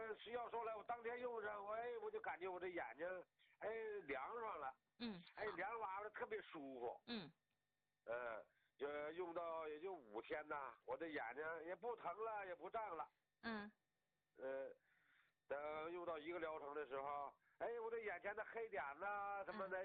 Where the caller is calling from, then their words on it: Changchun, Jilin, China; 郑老师，我家是长春的。